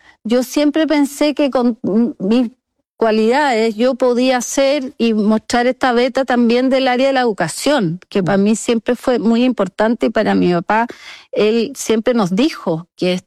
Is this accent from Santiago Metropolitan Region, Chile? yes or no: yes; Santiago, Santiago Metropolitan Region, Chile; born there; Yo nací en Santiago, pero después mi papá, con estas cantidades de obras que ha hecho, que recorrió del norte